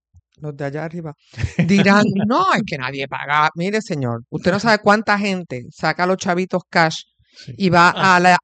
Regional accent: Mayagüez, Puerto Rico; born there; digo yo, que nací en Mayagüez, es que vamos a terminar redondeando el precio en la venta

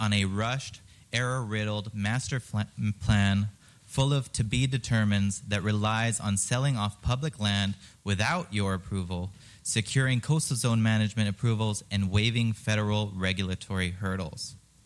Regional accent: U.S. Virgin Islands; I grew up on Water Island, fell in love with our environments, became a PhD-level marine scientist, and returned home

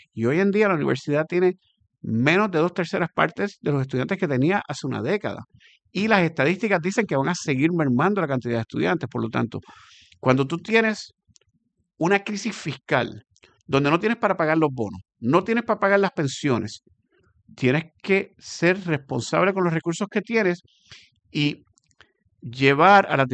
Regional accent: Puerto Rico

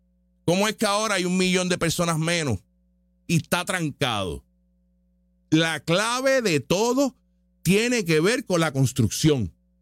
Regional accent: Puerto Rico; Uno que otro es un millonario extranjero, la mayoría somos boricuas y somos de aquí.

